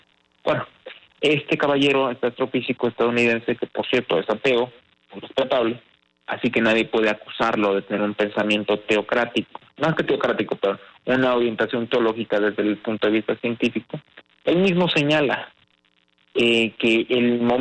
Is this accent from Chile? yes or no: no; Mexico; todos los mexicanos debemos estar orgullosos porque somos herederos